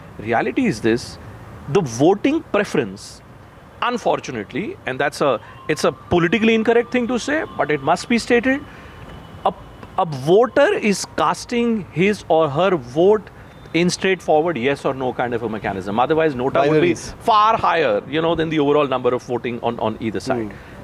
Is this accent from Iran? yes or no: no; India; both Rahul and I come from the Hindi heartland, hum Hindi pe baat karne lage